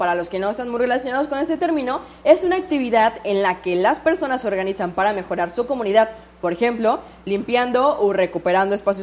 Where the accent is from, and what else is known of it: Nayarit, Mexico